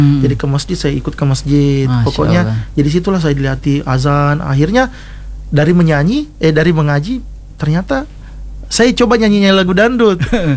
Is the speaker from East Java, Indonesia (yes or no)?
no; Soppeng, South Sulawesi, Indonesia; moved away as an adult; now in Bone, Indonesia; Saya orang Sopeng.